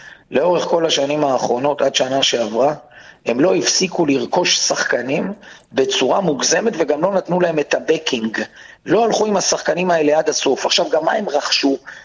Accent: Petah Tikva, Central District, Israel; דרבי פתח תקוואי, העיר שגדלתי בה, בירת ישראל.

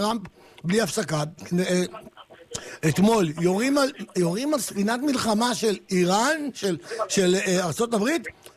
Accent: Ramla, Central District, Israel; אני ילד רחוב, אני גדלתי ברמלה, ילד רחוב

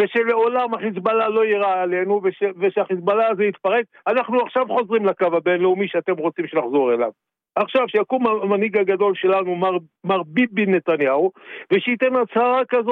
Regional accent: Central District, Israel; אני מהמרכז.

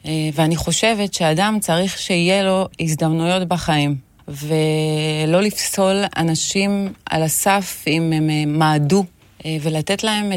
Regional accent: Beit She'an, Northern District, Israel; also born or lived in Netanya; אני באמת נולדתי בבית שאן, גדלתי בבית שאן, עיר מדהימה בעיניי. הייתה לי ילדות מדהימה בעיר הזאת.

